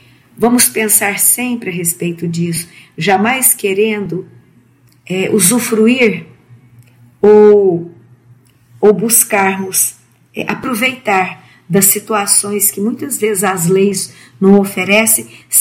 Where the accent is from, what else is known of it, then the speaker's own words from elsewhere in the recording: Uberlândia, Minas Gerais, Brazil; sou da cidade de Uberlândia